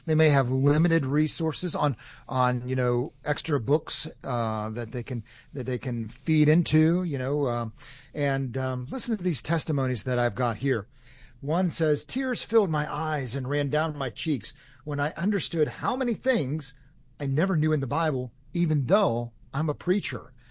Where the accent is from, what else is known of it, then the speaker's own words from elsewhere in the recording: North Carolina, United States; You can tell I'm from North Carolina, not from California.